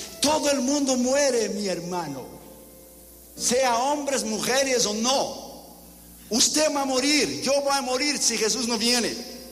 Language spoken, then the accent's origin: Spanish; Brazil; moved away; yo soy de un tiempo, de la escuela dominical cuando era niño en Brasil.